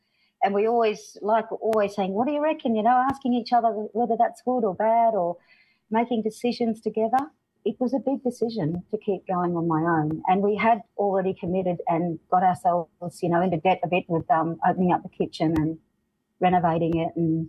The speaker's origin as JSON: {"language": "English", "region": "Northern Territory", "country": "Australia", "tie": "born or raised there", "also_born_or_lived": "Darwin, Australia", "lives_now": "Alice Springs, Australia", "said": "I was born in Darwin but grew up a lot of my time in the desert."}